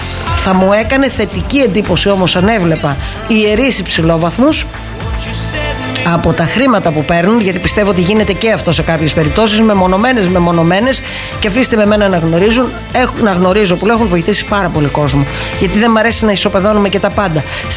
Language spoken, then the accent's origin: Greek; Greece